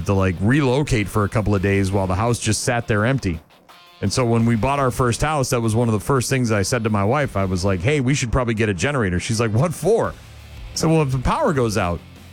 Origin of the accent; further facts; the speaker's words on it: New England, United States; I grew up in the Northeast, and we would have severe storms, ice storms a lot of times, and power would go out for days at a time.